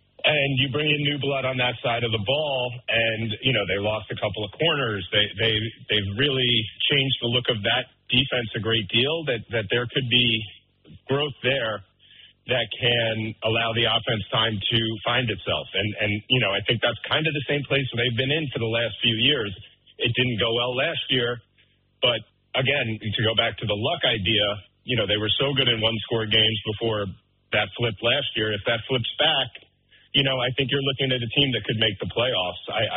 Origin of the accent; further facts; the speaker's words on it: New York, United States; I'm as I said earlier in this, I'm a New Yorker